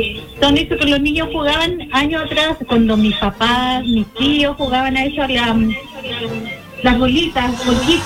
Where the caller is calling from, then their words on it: Concepción, Biobío, Chile; De acá, de Conce, ya.